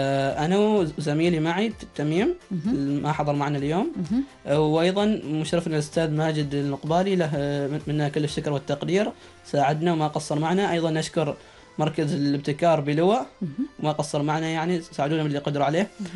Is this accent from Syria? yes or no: no; Oman; وهذه المادة موجودة عندنا في عمان